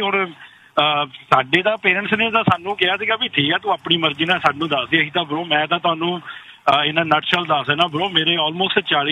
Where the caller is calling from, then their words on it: Canada; ਮੈਂ ਕੈਨੇਡਾ ਤੋਂ ਆਇਆ ਵਿਆਹ ਕਰਾਉਣਾ।